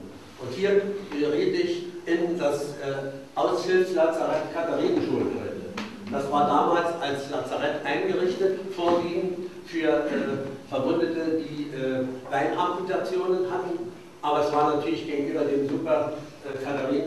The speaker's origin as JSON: {"language": "German", "town": "Königsberg", "region": "Kaliningrad Oblast", "country": "Russia", "tie": "born or raised there", "lives_now": "Germany", "said": "Ich habe 1943 in Königsberg, meiner Heimatstadt, das Abitur gemacht, war auch noch an der Albertina-Universität meiner Vaterstadt eingeschrieben"}